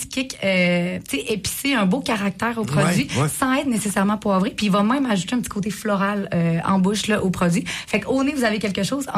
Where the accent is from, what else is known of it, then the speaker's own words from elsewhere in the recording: Quebec, Canada; Je viens du Saguenay-Lac-Saint-Jean. J'ai été amenée par... par le vent du nord sur la côte nord.